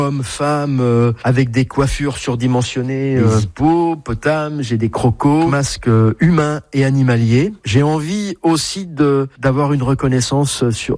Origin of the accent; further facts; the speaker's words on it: Vierzon, Centre-Val de Loire, France; moved away as an adult; Je suis originaire de Vierzon.